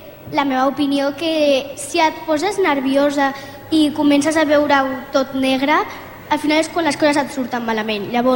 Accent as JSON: {"language": "Catalan", "town": "Sant Boi de Llobregat", "region": "Catalonia", "country": "Spain", "tie": "born or raised there", "said": "Sí, per Sant Boi a mi m'encanta, són les meves arrels, Sant Boi, i és el meu poble i ho estimo moltíssim."}